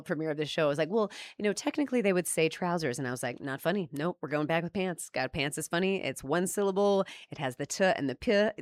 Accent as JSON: {"language": "English", "town": "Decatur", "region": "Georgia", "country": "United States", "tie": "born or raised there", "said": "so they are from my hometown of Decatur, Georgia."}